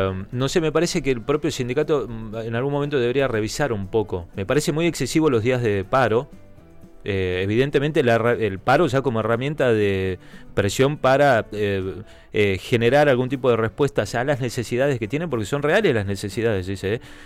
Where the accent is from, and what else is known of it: Argentina